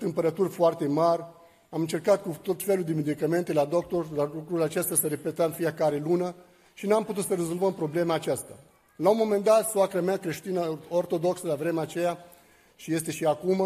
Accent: Lebanon; moved away as an adult; now in Bucharest, Romania; sunt din Liban, m-am născut într-o familie de musulmani și aiți.

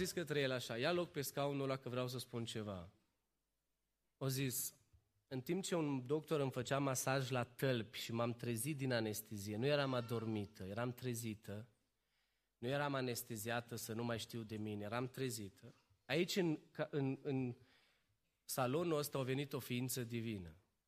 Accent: Romania; Pentru faptul că noi am zis așa ca români, întotdeauna trebuie să mai consulți un al doilea medic

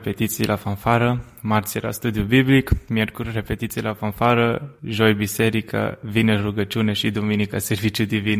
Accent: Arad, Arad County, Romania; moved away as an adult; am 25 de ani, am fost născut în Arad, tocmai în orașul Arad.

